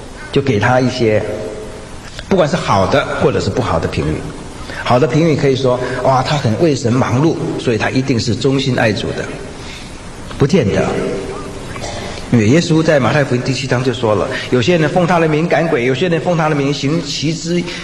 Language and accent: Chinese; China; 我们中国人说爱屋及乌是有道理的